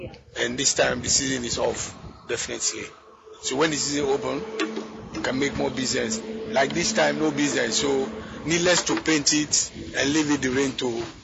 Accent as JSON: {"language": "English", "country": "Sierra Leone", "moved": "yes", "lives_now": "Gambia", "said": "I'm from Sierra Leone. Okay. I came in Gambia because of the war from Sierra Leone."}